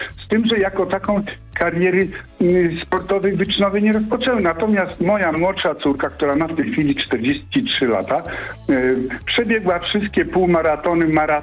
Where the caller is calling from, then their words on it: Oleśnica, Lower Silesian Voivodeship, Poland; z Oleśnicy, zresztą były wyczynowy sportowiec, reprezentant Polski, wielokrotny mistrz Polski.